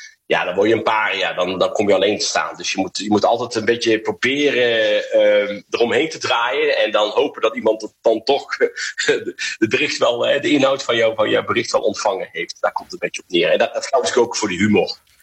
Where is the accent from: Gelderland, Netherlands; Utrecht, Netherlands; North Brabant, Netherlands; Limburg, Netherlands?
North Brabant, Netherlands; accent: Brabant soft G; now in Brazil; ik ben best wel vaak geïmiteerd vanwege mijn accent natuurlijk ook. Ik ben als Nederlander opgevoed en ik heb dus een harde R en een harde G. En ik ben Brabant, dus een beetje zachte G, maar toch nog redelijk hard voor een Braziliaan.